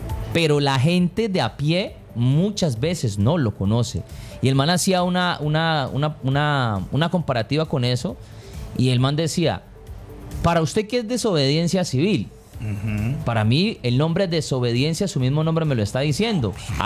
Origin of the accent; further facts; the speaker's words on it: Colombia; yo como colombiano